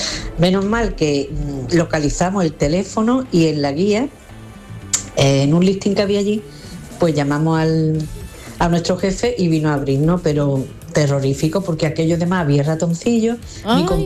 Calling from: Málaga, Andalusia, Spain; Buenos días, equipo. … de Málaga.

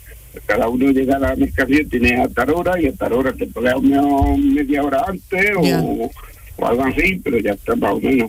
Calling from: Almuñécar, Andalusia, Spain; Yo soy de la costa tropical, yo soy de Almuñécar

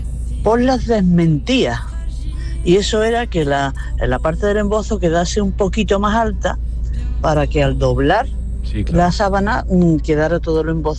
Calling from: Seville, Andalusia, Spain; de Sevilla.

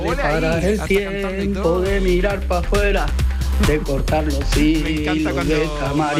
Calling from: Lebrija, Andalusia, Spain; Y mando desde aquí de Lebrija un saludo para todos los oyentes.

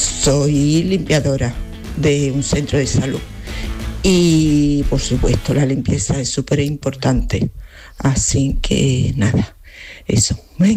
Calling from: Seville, Andalusia, Spain; de Sevilla.

